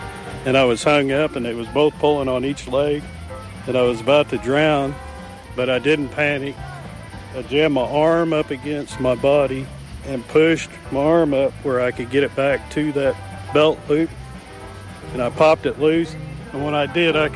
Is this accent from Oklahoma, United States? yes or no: yes; Caddy Meadow, Oklahoma, United States; I'm from Caddy Meadow, Oklahoma. I am fourth generation Okie Noodler.